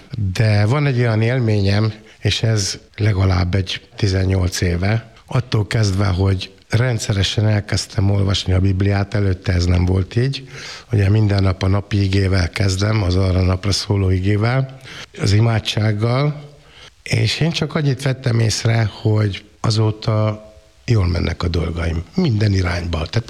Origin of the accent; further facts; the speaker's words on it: Partium, Romania; moved away; a gyerekkoromban, Párciumban, mind a két nagyszülő családban reformátusok voltak.